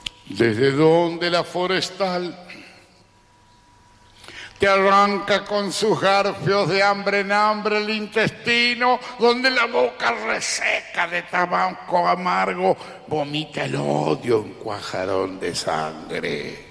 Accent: Santa Fe, Argentina; yo, como les dije, nací en el Chaco, en el monte, Chaco santafesino, la zona de Intillaco, Guasuncho, cerca la zona de donde es Batistuta de Reconquista, para ese lado, pero para el lado de los montes

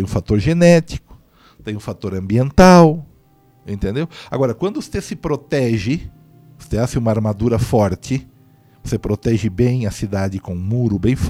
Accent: Brazil; now in Bolivia; eu sou brasileiro.

